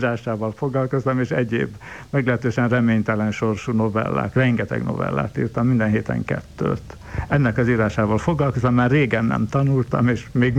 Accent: Budapest, Hungary; egy gyárutcai ablak, Majókai utcai, ott születtem. A 6. kerület, onnan szivárogtam át, aztán tulajdonképpen jóval később csak a Tisza-Kálmán térre. De még előtte Kőbánya is volt.

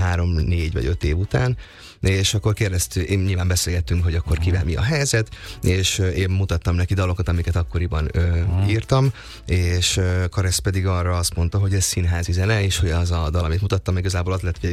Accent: Nyíregyháza, Szabolcs-Szatmár-Bereg, Hungary; now in Budapest, Hungary; akkor én egy tévéműsor kapcsán költöztem fel Budapestre Nyíregyházáról, én Nyíregyházán éltem, ott is érettségiztem

